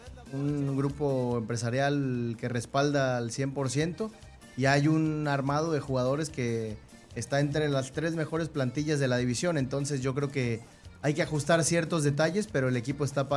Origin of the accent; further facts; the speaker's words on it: Isla Mujeres, Quintana Roo, Mexico; born there; now in Tepic, Mexico; Nacido en Isla Mujeres, Quintana Roo, una isla muy chiquita.